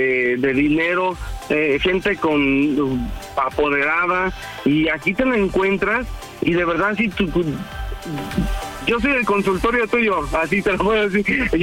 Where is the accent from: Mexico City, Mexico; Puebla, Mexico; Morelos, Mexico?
Morelos, Mexico; Ok, tengo 40 años y soy de Morelos.